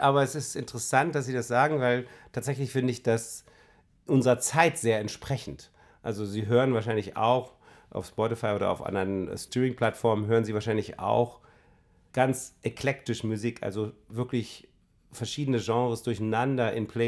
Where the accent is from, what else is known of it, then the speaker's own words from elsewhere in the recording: Germany; Und das ist so typisch britisch. Das können wir eigentlich nicht als Deutsche.